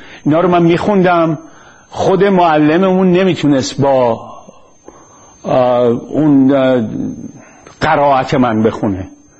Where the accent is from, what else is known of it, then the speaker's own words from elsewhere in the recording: Iran; اون خدا به درد ما ایرونی ها نمیخوره